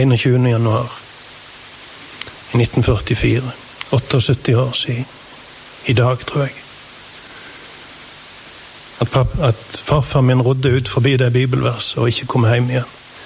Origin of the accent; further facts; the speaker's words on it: Rogaland, Norway; Habno hjemme, der jeg vokste opp. Eller jeg kommer fra Vatland, som der bønnen drev jord for det meste, men hadde sjøen på si.